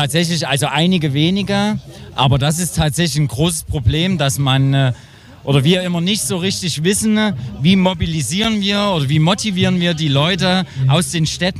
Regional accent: Grimma, Saxony, Germany; Also in meiner Jugend war in Grimma durchaus noch sehr viel

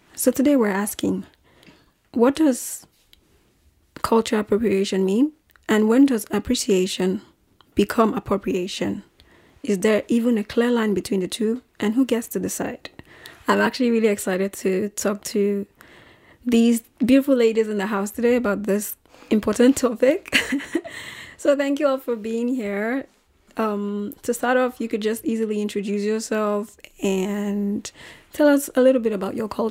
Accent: South, Nigeria; okay, so I'm from Nigeria, and I grew up in the south of Nigeria, like the literal bottom of it, the south, literally.

